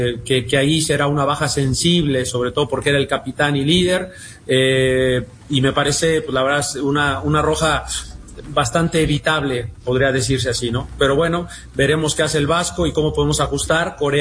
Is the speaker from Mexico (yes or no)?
yes; Mexico; y pues también somos mexicanos y apoyamos a todos los que juegan en la selección de México